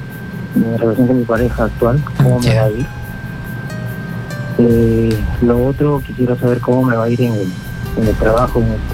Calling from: Moquegua, Peru; te llamo desde Moquegua.

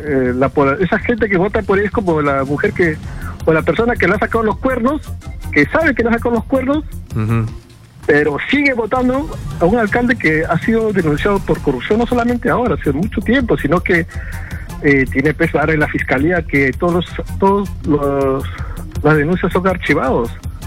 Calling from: Lima, Peru; soy de Villa Salvador.

